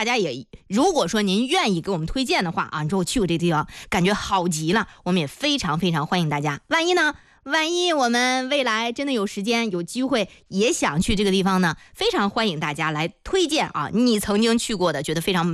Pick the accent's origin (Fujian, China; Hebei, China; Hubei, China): Hebei, China; Zhengding; 我整天在我的直播当中，在我的节目当中给大家推广我的家乡，是吧？